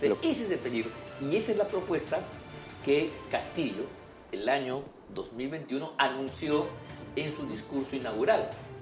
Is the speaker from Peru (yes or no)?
yes; Peru; Pero esa es la nación peruana, eso es lo que somos nosotros